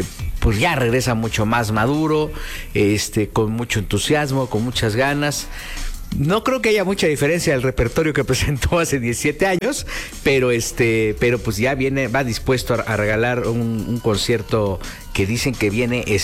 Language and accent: Spanish; Mexico